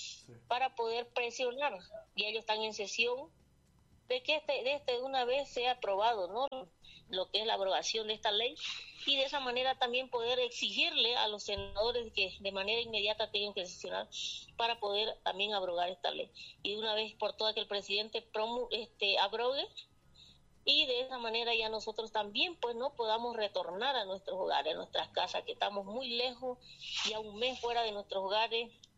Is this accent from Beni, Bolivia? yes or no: yes; Beni, Bolivia; del departamento de Beni, ¿no? Somos parte de la Amazonía boliviana, ¿no? Entonces, somos amazónicos, venimos desde allá, una región muy alejada del centro del país